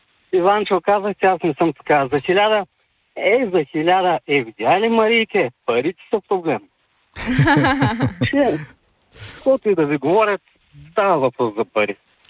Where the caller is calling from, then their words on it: Varna, Varna Province, Bulgaria; от Варна.